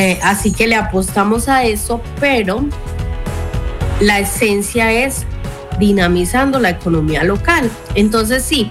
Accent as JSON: {"language": "Spanish", "town": "Pijao", "region": "Quindío", "country": "Colombia", "said": "Yo soy pijaense"}